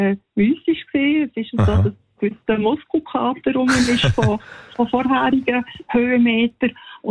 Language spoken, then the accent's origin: German; Lucerne, Switzerland; Ja, mein Musikwunsch ist von … weil wir sind Luzerner und … ist ein Luzerner.